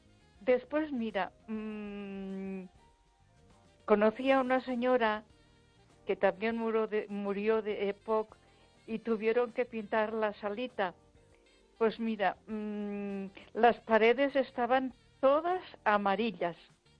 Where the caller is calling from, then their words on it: Ponferrada, Castile and León, Spain; de Ponferrada.